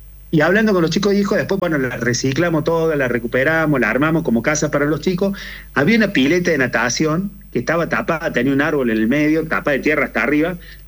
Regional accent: Córdoba, Argentina; born or raised there

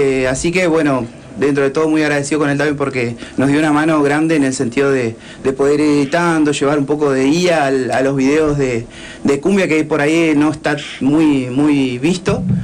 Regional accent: La Paz, Entre Ríos, Argentina; born there; now in Paraná, Argentina; yo nací en La Paz, uh-huh. Y me vine en el 2001, por ahí 2002.

